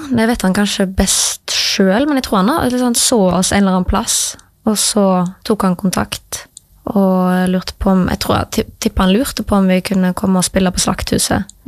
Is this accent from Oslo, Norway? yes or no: no; Kvinnherad, Vestland, Norway; Og jeg var jo helt ny. Jeg kom jo fra Kvinnerad og kjente jo ingen.